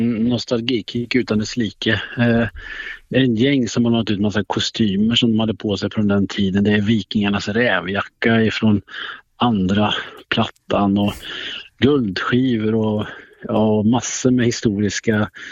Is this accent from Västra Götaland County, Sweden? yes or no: yes; Skara, Västra Götaland County, Sweden; Jag är uppvuxen i Skara och det vet ju vem som kommer därifrån.